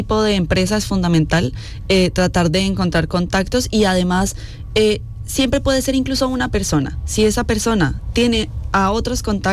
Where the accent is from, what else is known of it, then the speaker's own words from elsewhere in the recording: Colombia; moved away; Yo en Colombia había tenido la oportunidad de trabajar, que yo soy colombiana